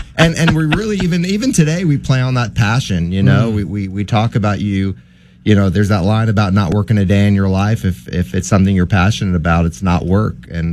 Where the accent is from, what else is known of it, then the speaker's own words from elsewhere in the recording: New York City, New York, United States; moved away as an adult; now in Tucson, United States; I grew up in Brooklyn, New York, so I went to Aqueduct and Belmont and Saratoga